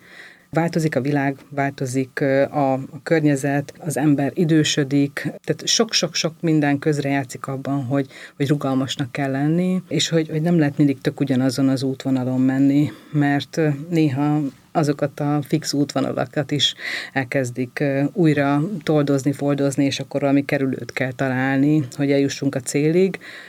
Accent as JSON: {"language": "Hungarian", "country": "Hungary", "moved": "yes", "lives_now": "Budapest, Hungary", "said": "meg pláne, vidéki vagyok"}